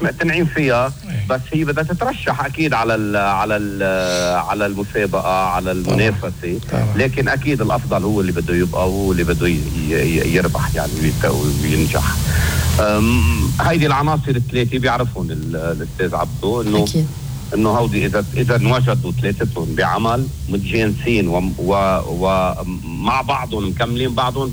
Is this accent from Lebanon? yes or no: yes; Lebanon; مجتمعنا اللبناني وأخلاقنا وحياتنا وتقاليدنا وعاداتنا ومفهومنا للحياة كلبنانيين. اللبناني هو شخص مميز.